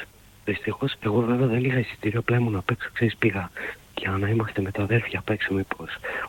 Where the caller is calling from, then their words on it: Corinth, Peloponnese, Greece; από την Κόρινθο